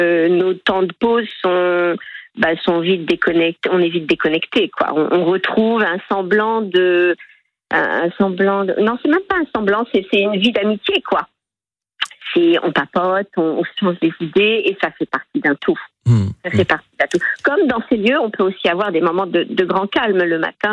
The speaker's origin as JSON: {"language": "French", "region": "Hauts-de-France", "country": "France", "said": "Non, pas du tout, je suis picarde."}